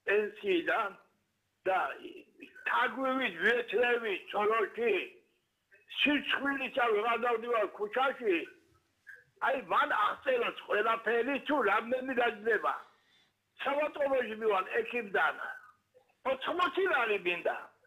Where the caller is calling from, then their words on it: Batumi, Adjara, Georgia; ბათუმიდან ვარ.